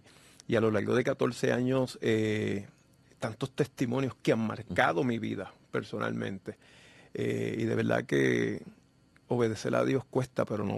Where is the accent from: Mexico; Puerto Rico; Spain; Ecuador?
Puerto Rico; nacido y criado en Puerto Rico. Aquí es una isla de mucho sol.